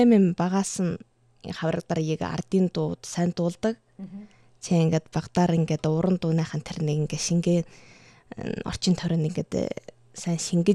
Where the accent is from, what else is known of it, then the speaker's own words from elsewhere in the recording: Inner Mongolia, China; Миний нутаг бол отог